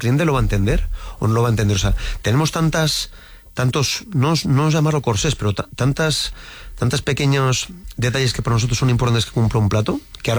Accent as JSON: {"language": "Spanish", "town": "Madrid", "region": "Community of Madrid", "country": "Spain", "said": "Y mira que no soy de Atleti, soy de Madrid, mira, volviendo al fútbol."}